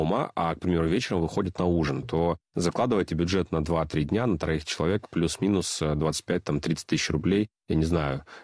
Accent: Saint Petersburg, Russia; now in Moscow, Russia; А он бывший мой, я уже москвич.

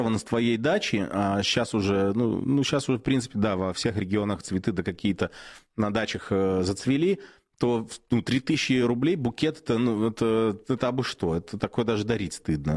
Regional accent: Udmurtia, Russia; я в школе учился в Удмуртии. У нас в классе было татары были, было много татар, русские были. Ну, я белорус был.

